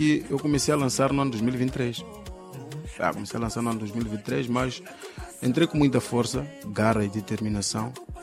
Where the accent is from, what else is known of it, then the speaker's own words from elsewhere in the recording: Chimoio, Manica, Mozambique; moved away as an adult; now in Tete, Mozambique; A que mais domino é de Chimoio, né? Porque, sim, fiquei muito tempo no Chimoio desde que nasci.